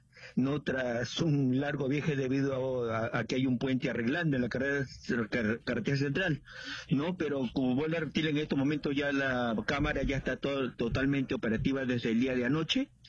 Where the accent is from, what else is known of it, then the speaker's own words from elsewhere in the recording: Ica, Peru; yo vengo de la provincia de Ica